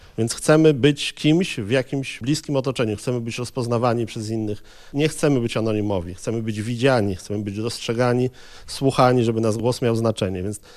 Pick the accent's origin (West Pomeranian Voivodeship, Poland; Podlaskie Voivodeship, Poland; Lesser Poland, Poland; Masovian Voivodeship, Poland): Masovian Voivodeship, Poland; Warsaw; Też czuję się lokalnie zaangażowanym patriotą na Brudnie i to jest, uważam, moja mała ojczyzna.